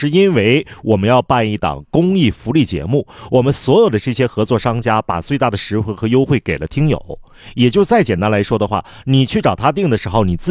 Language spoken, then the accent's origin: Chinese; Harbin, Heilongjiang, China